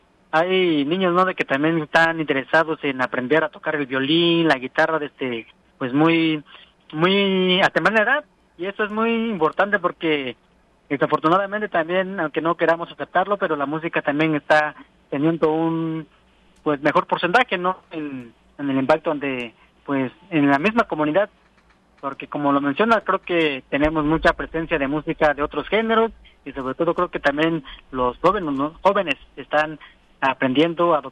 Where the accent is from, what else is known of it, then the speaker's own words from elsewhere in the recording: Santa María, Oaxaca, Mexico; Yo soy de Santa María